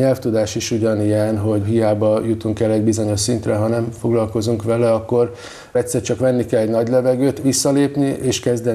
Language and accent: Hungarian; Budapest, Hungary; born there; mikor a Marcibányi téri Kodály iskolába kerültem